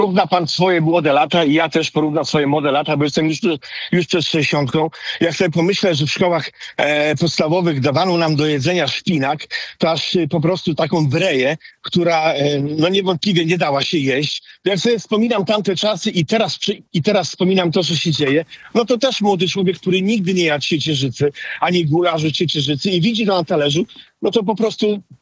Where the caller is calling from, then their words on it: Pomeranian Voivodeship, Poland; W mojej wsi, gdzie mieszkam pod Gdańskiem